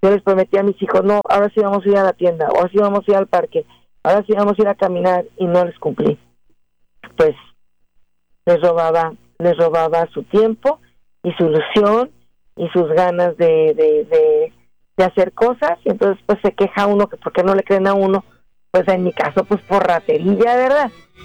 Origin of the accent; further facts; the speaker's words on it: Mexico City, Mexico; los que somos chilangos entendemos muy bien este concepto, los de Guadalajara no, son quesadillas de queso